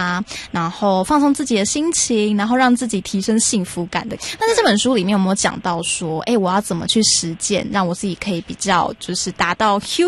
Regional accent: Taiwan; 这个跟我们台湾这边就说，哎，要不要去桑一下是一样的意思吗？

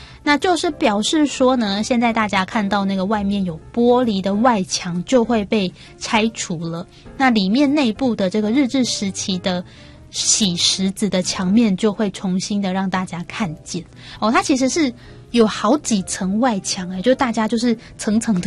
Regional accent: Taipei, Taiwan; 我虽然都是在台北长大，

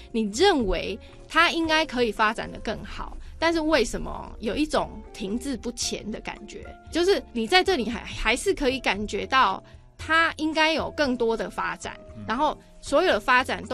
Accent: Chiayi, Taiwan; 虽然我其实是在嘉义长大，我是在地的嘉义人，然后大学也是念嘉义大学

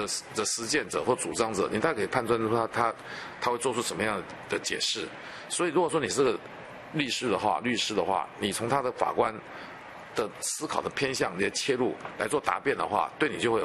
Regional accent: Taiwan

